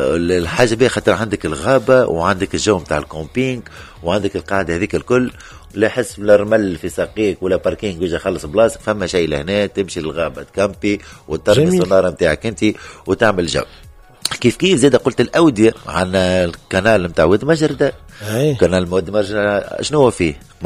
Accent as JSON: {"language": "Arabic", "country": "Tunisia", "said": "ولهنا موجود عندنا في تونس."}